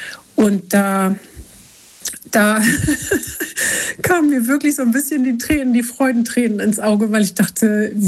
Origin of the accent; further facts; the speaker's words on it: Mecklenburg-Vorpommern, Germany; Und zwar komme ich ja aus dem Mecklenburger Raum.